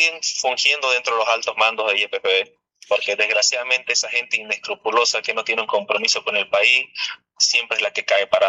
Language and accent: Spanish; Bolivia; Claro, somos bolivianos